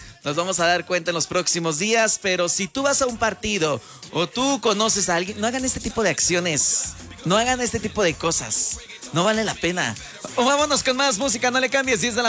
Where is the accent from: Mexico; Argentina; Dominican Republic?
Mexico; No nos representa como mexicanos